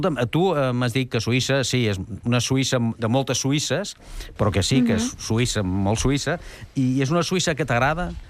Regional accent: Catalonia, Spain; Això vist com a catalana deu ser un bé

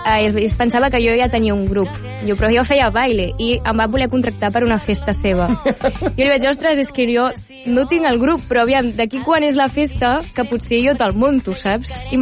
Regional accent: La Garriga, Catalonia, Spain; soc de la Garriga i allà hi ha molta tradició rumbera

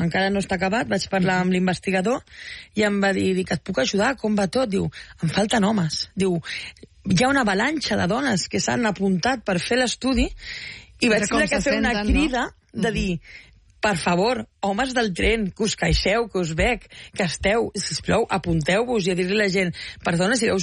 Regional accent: Tarragona, Catalonia, Spain; jo sóc com tu, de Tarragona

